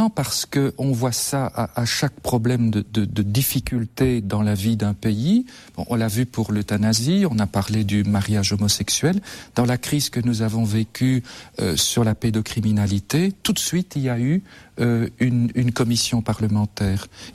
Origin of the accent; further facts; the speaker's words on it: Belgium; chez nous, en Belgique